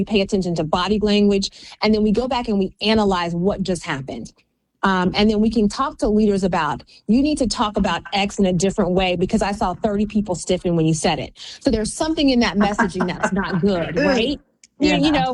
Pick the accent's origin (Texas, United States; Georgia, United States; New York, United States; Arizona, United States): Georgia, United States; Athens; I grew up in the Black Baptist Church, you know, in my hometown of Athens, Georgia.